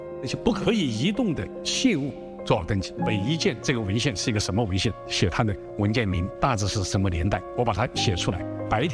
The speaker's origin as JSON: {"language": "Chinese", "region": "northern China", "country": "China", "moved": "as an adult", "said": "我是一个北方人，开平话和台山话我们听起来特别吃力。"}